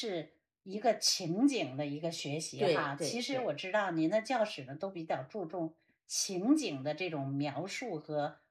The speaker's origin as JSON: {"language": "Chinese", "country": "China", "said": "我中国人我们讲中文"}